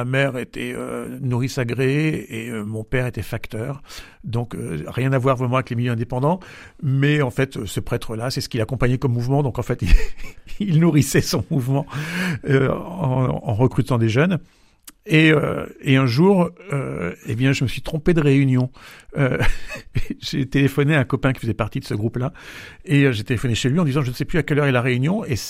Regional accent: Flers, Normandy, France; Exactement, mais je suis même de Flers même.

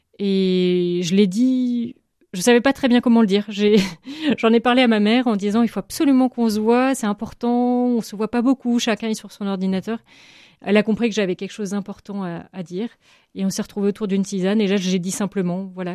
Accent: Lannion, Brittany, France; J'ai grandi dans les Côtes d'Armor, donc voisine d'ici, à Lannion, dans une famille chrétienne pratiquante, famille nombreuse.

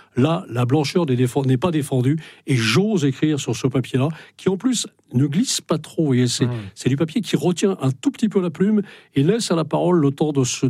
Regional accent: Brittany, France; Non, non, non, pas du tout, je ne suis pas breton de cœur, je suis breton.

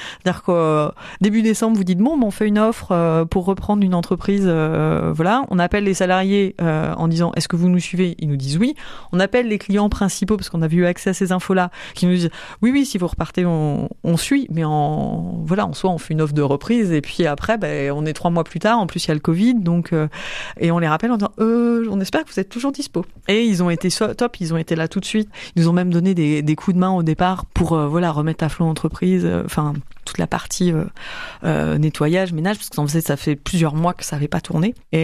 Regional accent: Nouvelle-Aquitaine, France; Je suis originaire de Gâtine. Je suis née ici dans une famille d'agriculteurs.

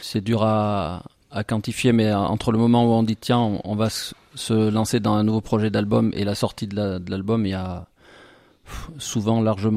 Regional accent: Le Puy-en-Velay, Auvergne-Rhône-Alpes, France; J'ai grandi au Puy.

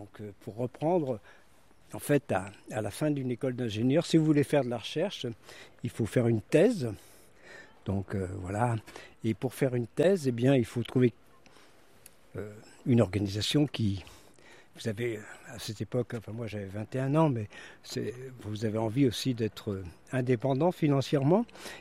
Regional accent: Janzé, Brittany, France; Mes parents étaient agriculteurs, donc je suis né à Janzé, donc une ville qui à l'époque avait 4500 habitants, maintenant il y en a 9000.

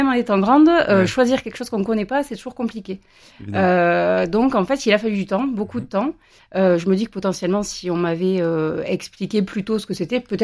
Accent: Lunel, Occitanie, France; Oui, alors moi donc … je suis originaire de Lunel.

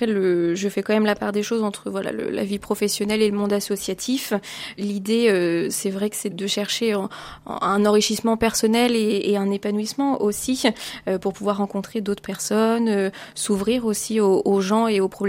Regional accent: Pays de la Loire, France; now in Blois, France; Je suis pas originaire du Loir-et-Cher, mais de l'Anjou.

